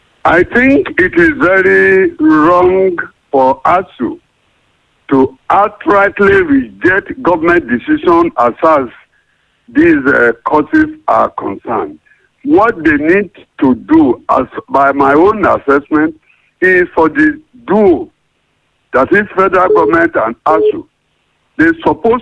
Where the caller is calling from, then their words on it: Ondo, Nigeria; calling from Ondo City.